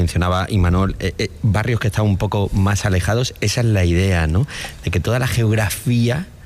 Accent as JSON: {"language": "Spanish", "town": "Málaga", "region": "Andalusia", "country": "Spain", "said": "Claro, que yo soy de Málaga."}